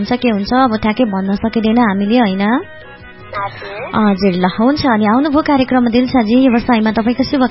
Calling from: Taplejung, Koshi Province, Nepal; ताप्लेजुङबाट।

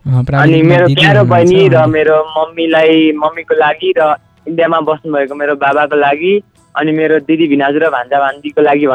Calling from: Dailekh, Karnali Province, Nepal

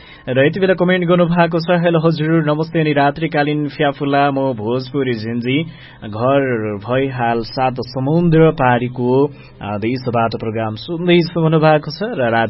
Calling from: Irkhu, Bagmati, Nepal

